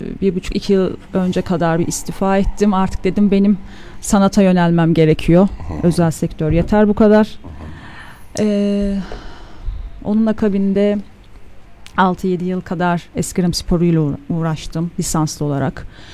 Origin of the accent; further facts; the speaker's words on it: Sinop, Turkey; also born or lived in various Turkish provinces; 89 Sinop doğumluyum. Aslen Sivaslıyım, o yüzden burada olmaktan...